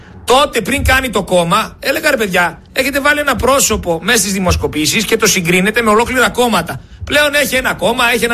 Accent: Macedonia, Greece; Είμαι Μακεδόνας, με έχει πονέσει ιστορία με τη Συμφωνία των Πρεσπών

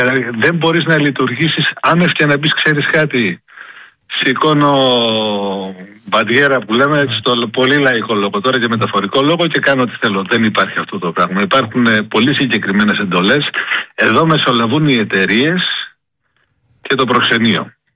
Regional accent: Igoumenitsa, Epirus, Greece; εγώ είμαι από την Οικουμενίτσα.

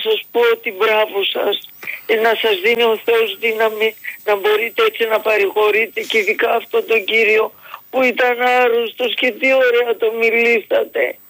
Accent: Central Macedonia, Greece; moved away; also born or lived in Germany; Όχι. Όλοι είμαστε από ένα χωριό. Μετά οι γονείς μου φύγανε στη Γερμανία από το 60. Μετά πήρανε και εμένα με τη μητέρα

